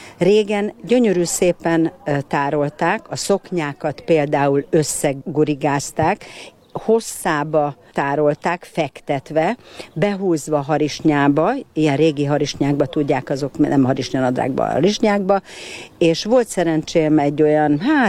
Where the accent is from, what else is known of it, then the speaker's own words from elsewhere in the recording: Budapest, Hungary; Rákoskeresztúrról jöttem.